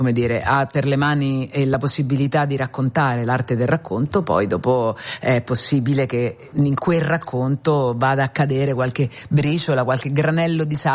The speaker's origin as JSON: {"language": "Italian", "town": "Rome", "region": "Lazio", "country": "Italy", "also_born_or_lived": "Tuscany", "said": "io sono partita dalla Toscana dopo 5 anni e sono tornata nella mia città, a Roma."}